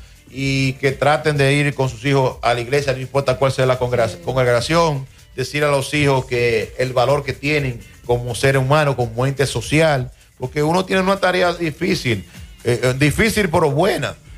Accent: Dominican Republic; Somos dominicanos.

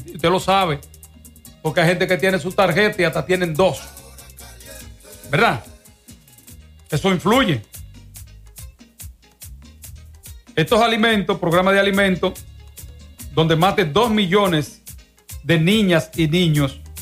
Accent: Dominican Republic; yo me siento como dominicano satisfecho

